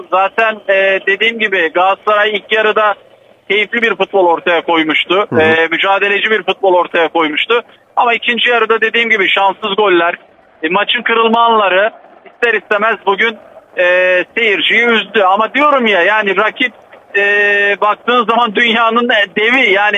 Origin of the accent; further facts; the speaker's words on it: Adana, Turkey; Sadece kendi takımımız var. Memleketimizin takımı. Adana Demirsporluyum.